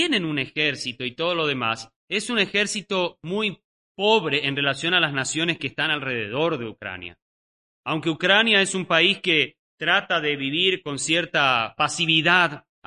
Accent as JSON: {"language": "Spanish", "country": "Argentina"}